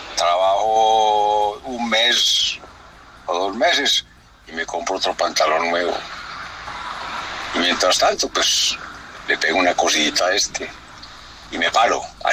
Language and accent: Spanish; Medellín, Antioquia, Colombia; Es un lamentable suceso, pero pese a que soy de Medellín, veo que la gente de aquí es vergondita.